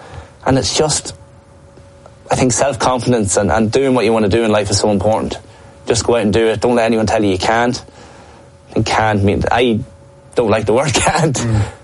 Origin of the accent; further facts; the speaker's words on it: Dundalk, Leinster, Ireland; I'm from Dundalk. I'm from Loud Village. Okay. It's a very, very small community. And it's an extremely supportive village.